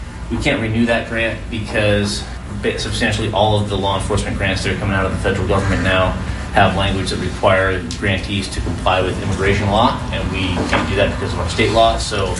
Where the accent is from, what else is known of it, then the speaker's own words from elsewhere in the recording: Clackamas County, Oregon, United States; So I grew up just outside of East Precinct, off 162nd and Foster, just in the Clackamas County. So I went to Centennial Schools. My grandparents, my dad was born in Lynn, so like 85th and Duke. And then when I was growing up, they lived at 130th and Bush. So I've got deep roots out here.